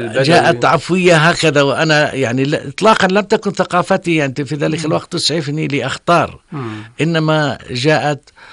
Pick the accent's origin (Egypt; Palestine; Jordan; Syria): Jordan; also born or lived in Saudi Arabia; عندنا في الأردن